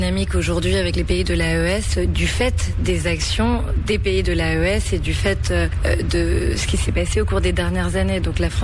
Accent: Santo Domingo, Dominican Republic; moved away; je suis franco-caribéenne. J'ai grandi à Saint-Domingue.

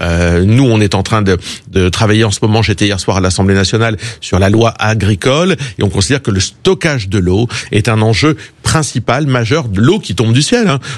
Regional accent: Hauts-de-France, France; born there; Je suis nordiste et picard de naissance.

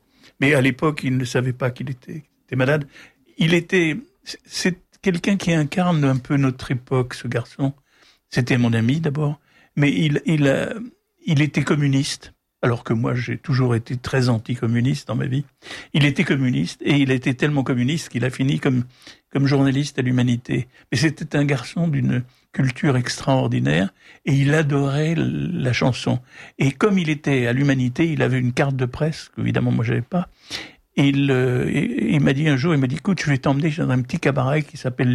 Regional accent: Paris, Île-de-France, France; J'ai dit, ben non, moi je serais bien resté, mais je suis parisien, je veux quand même retrouver ma famille à Paris. Donc je suis remonté à Paris.

